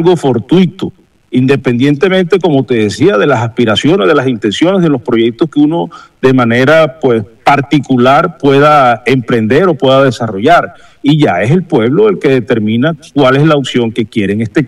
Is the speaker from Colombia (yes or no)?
yes; Colombia; todos somos sanjuaneros, todos somos colombianos